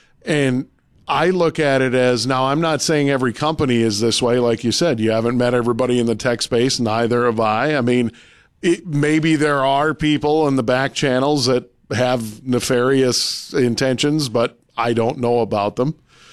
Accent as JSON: {"language": "English", "town": "Ellendale", "region": "North Dakota", "country": "United States", "tie": "born or raised there", "said": "They have a facility in my hometown of Ellendale, North Dakota"}